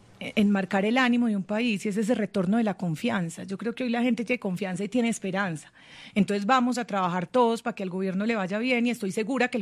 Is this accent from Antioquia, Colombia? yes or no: yes; Antioquia, Colombia; Pues como buena antioqueña, yo también soy trovadora.